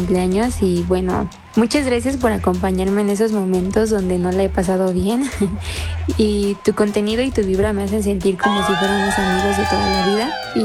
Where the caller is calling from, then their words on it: Querétaro, Mexico; los escucho desde Querétaro.